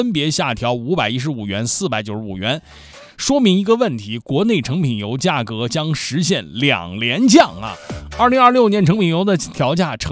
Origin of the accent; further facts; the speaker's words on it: China; 我们中国人对于夏日安康美好的种种期许